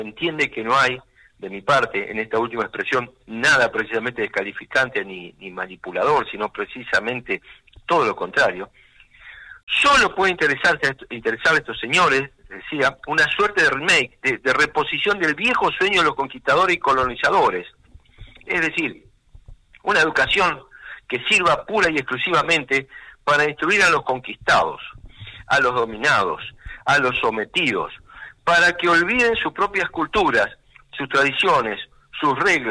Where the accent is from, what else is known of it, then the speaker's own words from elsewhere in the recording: Argentina; nos enorgullece hasta el día de hoy como argentinos